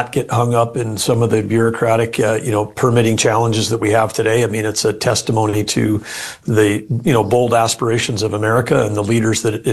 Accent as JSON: {"language": "English", "region": "North Dakota", "country": "United States", "tie": "born or raised there", "said": "Growing up in North Dakota, not atypical to take a family journey to the Black Hills."}